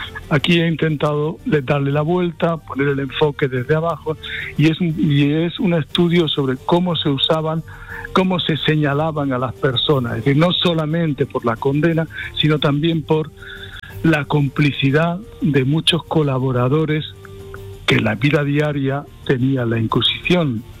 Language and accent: Spanish; Paymogo, Andalusia, Spain; Soy andevaleño, sí, soy de Paimogo, onubense, efectivamente.